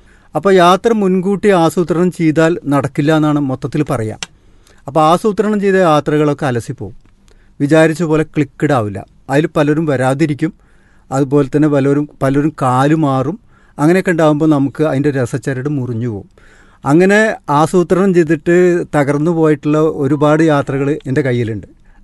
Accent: Angadipuram, Kerala, India

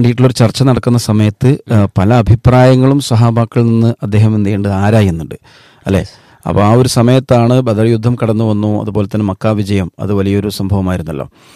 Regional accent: Kerala, India; നമ്മൾ മലയാളി ശ്രോതാക്കളായിട്ടുള്ള

